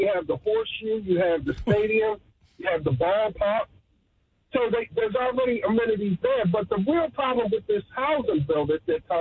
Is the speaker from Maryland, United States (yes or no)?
yes; Baltimore, Maryland, United States; I love Baltimore. It's my hometown